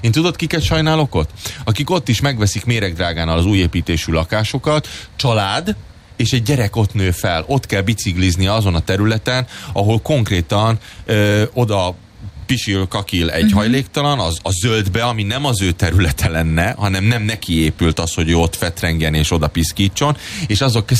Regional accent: Budapest, Hungary; moved away; én fölnőttem Újpesten. Zöldbe, nyugodtságba, biztonságba.

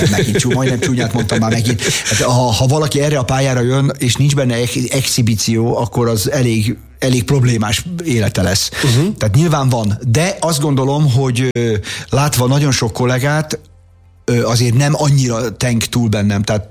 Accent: Budapest, Hungary; Én anyukám mellett nőttem föl, én egy elkényeztetett, hülye, kelenföldi baba voltam, olyan burokban éltem

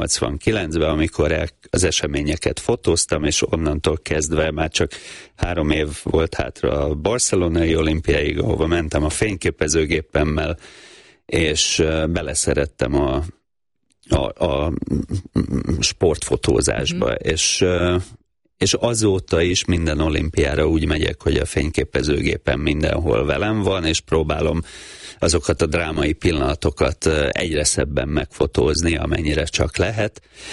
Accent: Tatabánya, Komárom-Esztergom, Hungary; moved away; Tatabányáról jöttem, ott nem volt öttusa

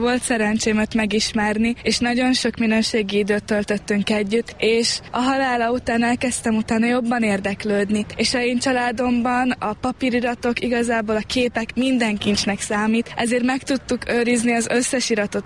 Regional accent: Felvidék, Slovakia; főleg felvidéki magyarként minden papír szlovákul volt

